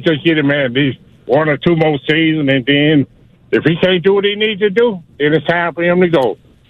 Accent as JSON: {"language": "English", "region": "Alabama", "country": "United States", "said": "Listen, I'm from Alabama."}